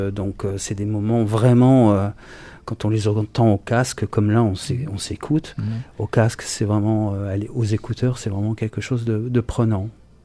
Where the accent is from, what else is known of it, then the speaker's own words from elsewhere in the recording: Geneva, Switzerland; now in Dordogne, France; je suis originaire du côté de Genève, par là-bas